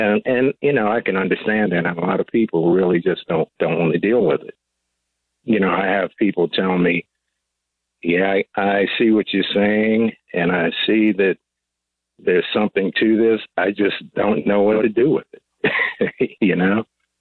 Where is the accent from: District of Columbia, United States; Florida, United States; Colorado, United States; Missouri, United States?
District of Columbia, United States; Washington; I grew up in Washington, D.C. area.